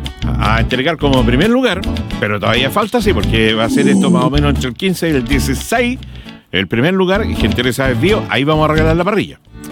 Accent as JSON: {"language": "Spanish", "country": "Chile", "said": "nuestro país hermoso, largo y angosto territorio llamado Chile."}